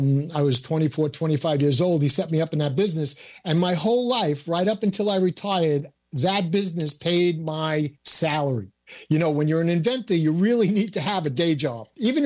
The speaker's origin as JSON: {"language": "English", "town": "New York City", "region": "New York", "country": "United States", "tie": "born there", "said": "I was born in Brooklyn, New York, in 1948. That sounds so long ago, and it was 77 years ago."}